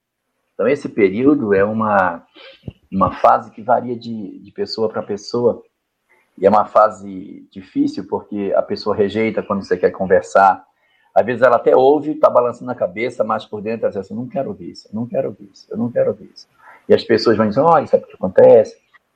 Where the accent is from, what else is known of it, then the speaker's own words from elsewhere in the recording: Porto Velho, Rondônia, Brazil; uma história que aconteceu na minha terra, lá em Porto Velho.